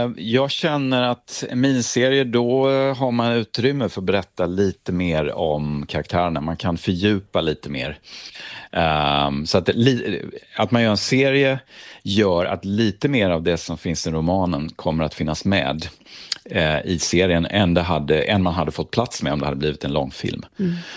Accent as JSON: {"language": "Swedish", "town": "Ronneby", "region": "Blekinge", "country": "Sweden"}